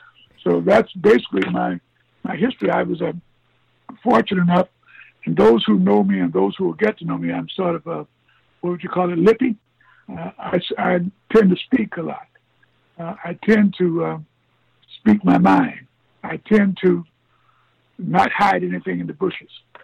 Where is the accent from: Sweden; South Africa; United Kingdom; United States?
United States; Statesboro, Georgia; I was raised in South Georgia, in a place called Statesboro, Georgia, in Bullock County, which is down near Savannah.